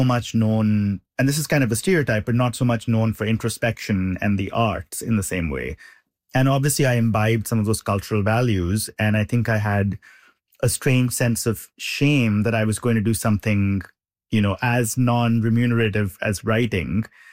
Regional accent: India; moved away as an adult; now in United States; I grew up in India. I moved to the US for college. I was writing about India.

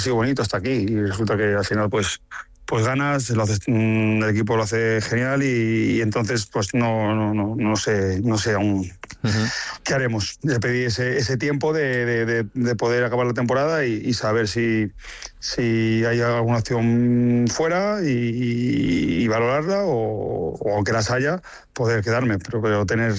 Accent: Valladolid, Castile and León, Spain; creo que todos los que somos pucelanos pues hemos respirado

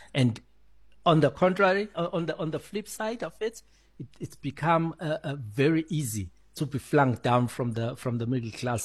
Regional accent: South Africa; as the South African middle class

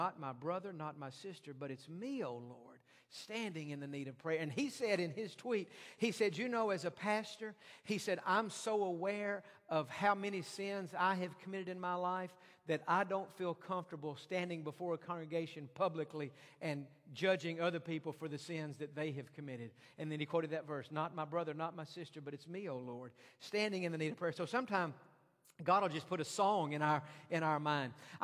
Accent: Texas, United States; I guess it's because I grew up in East Texas

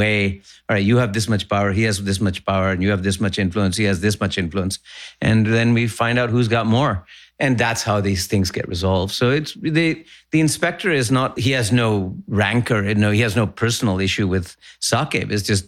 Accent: Lahore, Punjab, Pakistan; I was brought up in Lahore

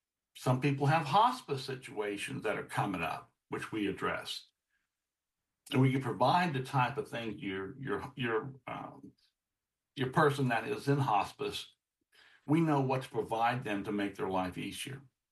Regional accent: Texas, United States; moved away; Heck, when I grew up in Texas, they told us very simple.

